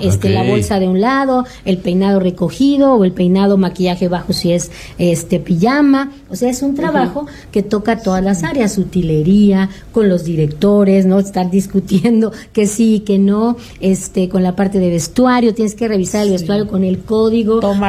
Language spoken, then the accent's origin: Spanish; Campeche, Mexico; porque aparte yo soy de Campeche, no era de Ciudad de México